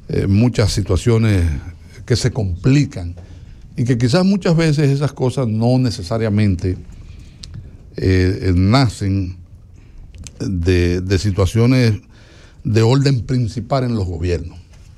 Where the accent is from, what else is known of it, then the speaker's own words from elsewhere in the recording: Dominican Republic; Y como dominicano